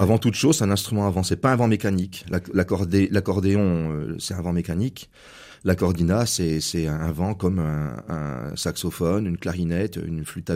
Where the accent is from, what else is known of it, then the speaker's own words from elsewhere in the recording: Langres, Grand Est, France; moved away; Je viens de Langres